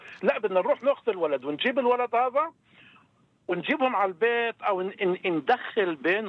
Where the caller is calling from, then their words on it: Nablus, West Bank, Palestine; انا من نابلس, من القرى اشي زي هيك, من مدينه نابلس.